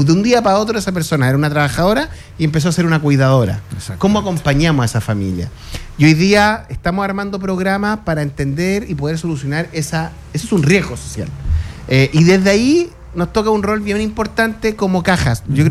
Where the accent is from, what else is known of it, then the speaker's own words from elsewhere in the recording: Santiago, Santiago Metropolitan Region, Chile; Yo soy santiaguino de base, soy un ratón de ciudad